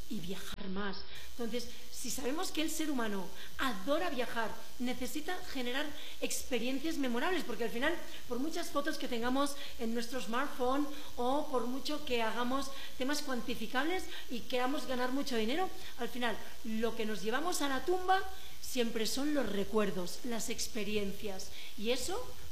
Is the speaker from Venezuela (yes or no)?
no; Spain; los foráneos como yo, que yo vengo de España, podamos disfrutar con muchísima más seguridad y llevarnos ese pedacito del Ecuador a nuestros países de origen.